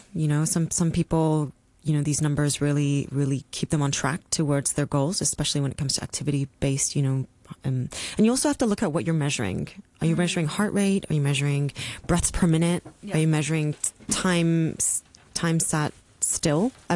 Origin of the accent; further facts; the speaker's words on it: Hong Kong; I remember when I was growing up in Hong Kong, the food pyramid looked completely different to how my food pyramid would look now.